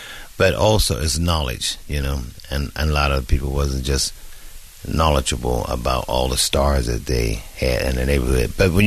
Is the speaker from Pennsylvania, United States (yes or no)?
yes; Pittsburgh, Pennsylvania, United States; And I'm from Pittsburgh, born out of 10 kids. I'm the youngest one, okay?